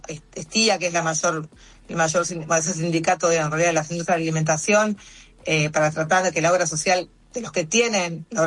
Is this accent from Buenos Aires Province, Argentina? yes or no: yes; Capitán Sarmiento, Buenos Aires Province, Argentina; Cuando yo digo soy de Capitán Sarmiento, ¿y dónde queda eso? bueno, cerca de Areco.